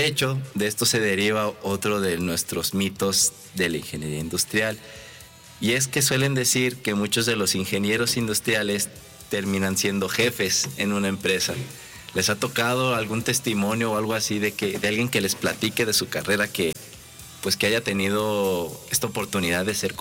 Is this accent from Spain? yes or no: no; Rincón de Romos, Aguascalientes, Mexico; somos de Rincón de Romos, Onan y yo. Hemos crecido ahí.